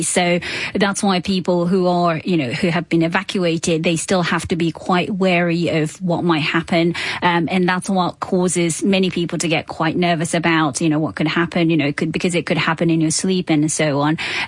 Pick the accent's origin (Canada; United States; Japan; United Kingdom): Japan; I remember growing up in Japan, even as a kid, you know, you get warned about a pot